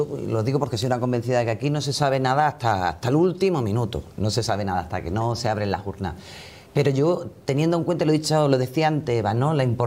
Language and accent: Spanish; Andalusia, Spain; En mi tierra estoy como pez en el agua. De hecho, yo vivo allí, Fernando, ¿eh? Yo sigo viviendo en Valverde.